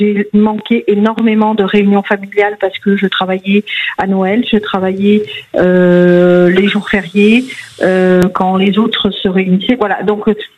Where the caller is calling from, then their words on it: Beauville, Nouvelle-Aquitaine, France; Dans le Lot-et-Garonne